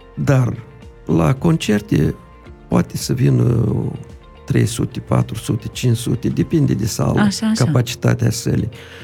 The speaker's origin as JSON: {"language": "Romanian", "town": "Mândrești", "region": "Telenești District", "country": "Moldova", "tie": "born or raised there", "said": "De la Mândrești-Telenești. Dar poate știu că acum Casa de Cultură este în reparație în satul meu natal."}